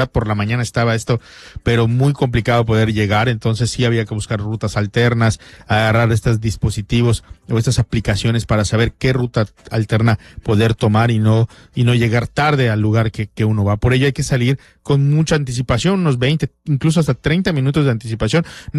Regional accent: Yucatán, Mexico; pues es esta situación que como yucatecos debemos priorizar

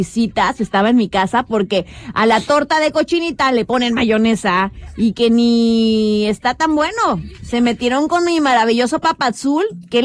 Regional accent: Yucatán, Mexico; los yucatecos cuando vamos a otro lugar

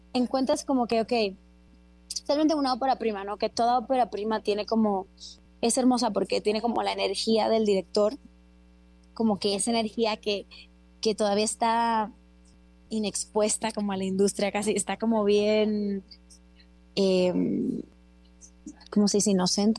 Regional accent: Dominican Republic; now in Mexico; soy de mi país, soy de República Dominicana.

